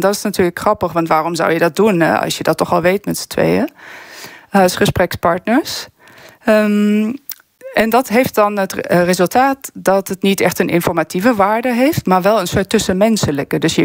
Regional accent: Germany; Dutch is a second language; als Duitse

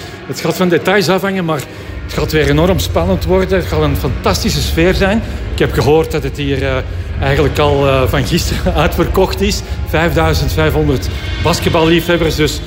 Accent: Antwerp, Flanders, Belgium; Ik ben zelf een Antwerpenaar, dus ik kom hier vaak kijken.

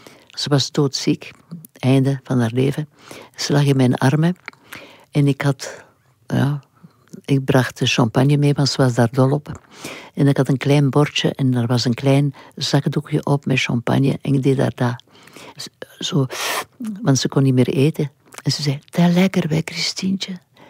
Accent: Brussels, Belgium; Maar Brussel was fantastisch, hè? Ik ben een echte Brusselaar.

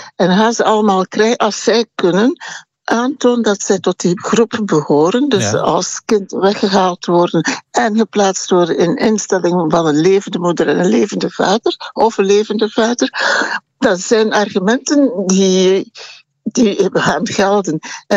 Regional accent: Rwanda; ik ben een metis uit Rwanda.

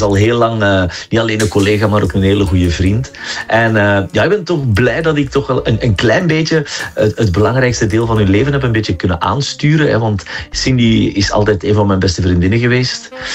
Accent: Flanders, Belgium; Ik ben een Vlaamse jongen, vind ik bijzonder mooi.

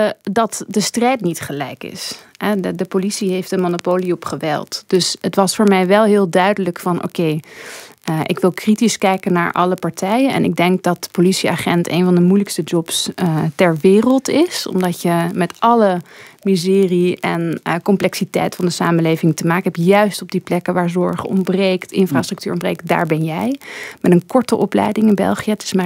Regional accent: Netherlands; Zeker voor mij als Nederlandse.

